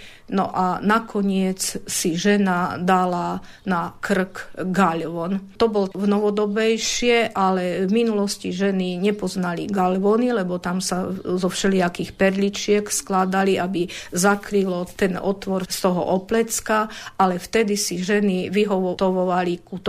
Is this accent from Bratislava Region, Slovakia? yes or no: no; Sucháň, Banská Bystrica Region, Slovakia; u nás v Sucháni